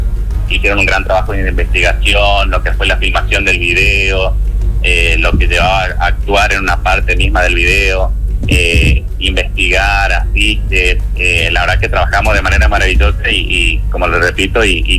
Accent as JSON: {"language": "Spanish", "country": "Argentina", "said": "nos atraviesa a todos como argentinos"}